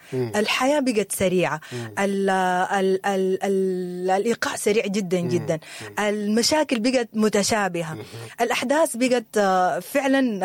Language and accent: Arabic; Sudan; وممكن دي حاجة إحنا كمجتمع سوداني ما كنا بنعترف بها بشكل كبير